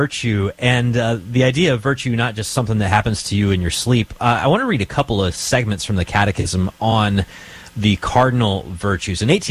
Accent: the South, United States; I'm from the South, so I like the idea of men of grits as well.

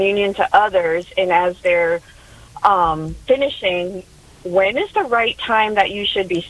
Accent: New England, United States; now in North Carolina, United States; So I was raised in New England, Catholic, and I just noticed that some of the things that we do here are a little different

